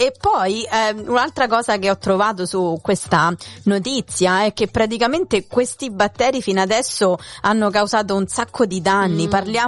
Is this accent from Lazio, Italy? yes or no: yes; Torvaianica, Lazio, Italy; moved away; sempre da dove vengo io, Tor Vaianica, perché è sul mare